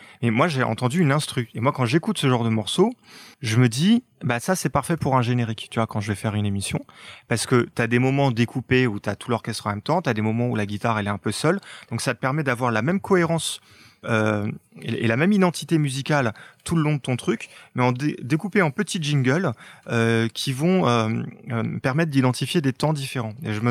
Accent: France

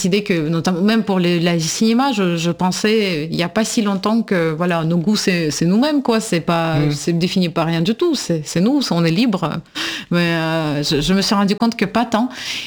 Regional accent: Russia; Et en tant que russe, je pense que oui

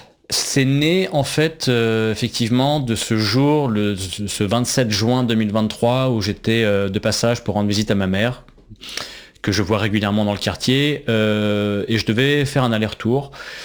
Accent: France; born there; la corruption en Irak, pays dont je suis originaire, même si je suis né en France.

